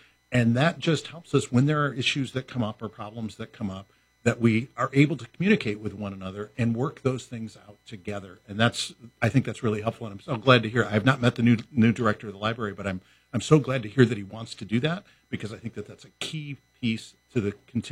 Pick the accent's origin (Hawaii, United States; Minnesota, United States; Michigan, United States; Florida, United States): Michigan, United States; Mount Pleasant; born or raised there